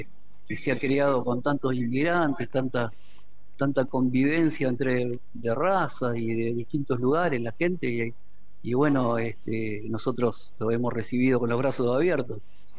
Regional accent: La Plata, Buenos Aires Province, Argentina; born there; now in Berisso, Argentina; yo soy bericense, soy nacido en La Plata, me mudé a Berisso hace unos años.

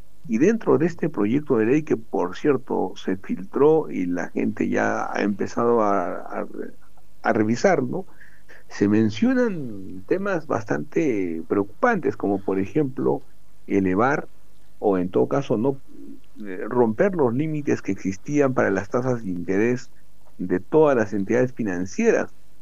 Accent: Peru; lo que ocurre aquí en nuestra patria

